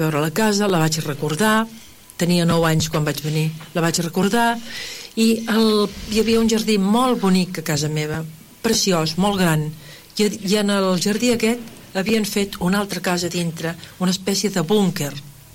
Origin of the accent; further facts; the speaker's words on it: Guantánamo, Cuba; vaig néixer a Cuba. El meu pare era un dels sitgetans que tant generaven en aquella època a Cuba. I vaig néixer a Guantánamo